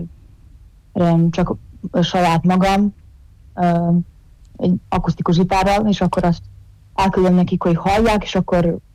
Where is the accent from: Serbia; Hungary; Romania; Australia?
Serbia; Bečej, Vojvodina; Mi hárman mindannyian óbecseiek vagyunk